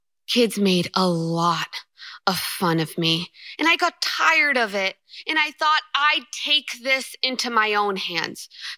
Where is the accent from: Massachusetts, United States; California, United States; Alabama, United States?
Massachusetts, United States; Burlington; I'm from Burlington, Massachusetts.